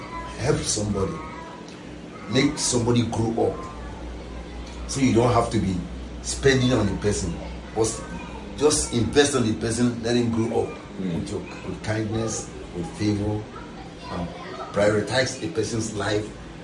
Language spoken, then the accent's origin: English; Nigeria; I am a bona fide Nigerian. I am proud of that.